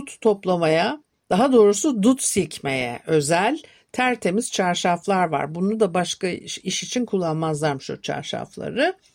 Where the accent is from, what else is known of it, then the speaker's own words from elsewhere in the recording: Istanbul, Turkey; Ben Metiler'de, Arnavutköy sırtlarında büyüdüm.